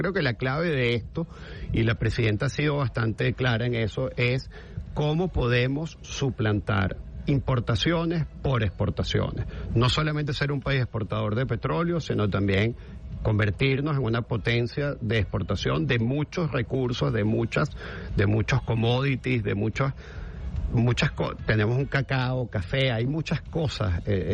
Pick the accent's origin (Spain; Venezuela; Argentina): Venezuela; cómo vamos a hacer los venezolanos